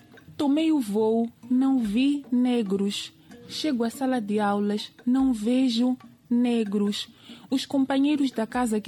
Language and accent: Portuguese; Mozambique; Eu creio que nós, enquanto moçambicanos, não temos olhar centrado para países da América Latina.